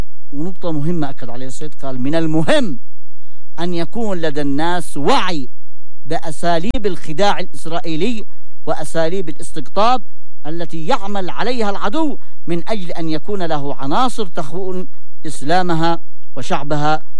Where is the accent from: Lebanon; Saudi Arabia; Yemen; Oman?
Yemen; عندنا في اليمن